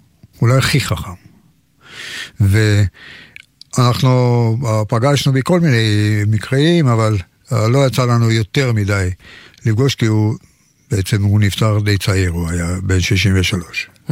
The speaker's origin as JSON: {"language": "Hebrew", "country": "Armenia", "tie": "born or raised there", "said": "כעיקרון זאת הייתה מוזיקה קלאסית, מוזיקה ארמנית, הייתה מאוד נוכחת חזק בבית שלנו"}